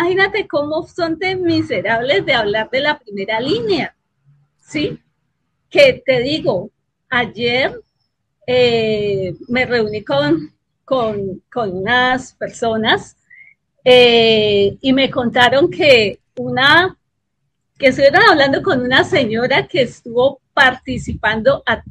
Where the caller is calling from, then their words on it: Cali, Valle del Cauca, Colombia; Desde Cali.